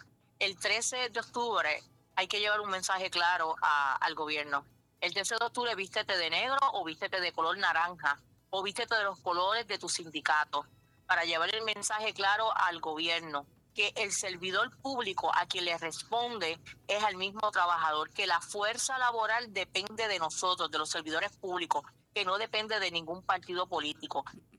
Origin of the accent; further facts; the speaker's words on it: Puerto Rico; Nosotros somos los que realmente somos el motor de Puerto Rico